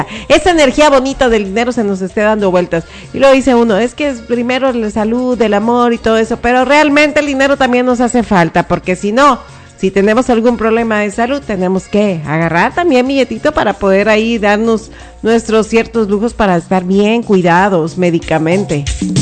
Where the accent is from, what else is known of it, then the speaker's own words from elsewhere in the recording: Nayarit, Mexico; born there; el bello estado de Nayarit? Yo orgullosa y honrada de haber nacido aquí en esta tierra.